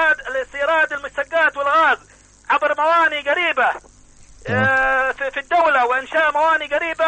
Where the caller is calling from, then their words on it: Seiyun, Hadhramaut, Yemen